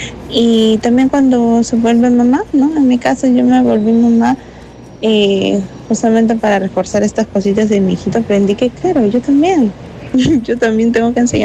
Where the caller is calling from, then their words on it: Chimbote, Ancash, Peru; de Chimbote.